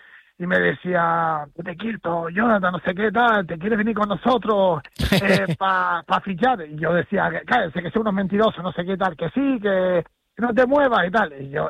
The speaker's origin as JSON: {"language": "Spanish", "region": "Canary Islands", "country": "Spain", "said": "Son como nosotros, ¿no? Los andaluces siempre he dicho que son como los canarios y por eso pues hacemos buenas migas."}